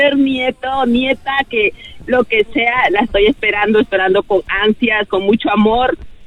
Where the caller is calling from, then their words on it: San Jose, California, United States; De San José.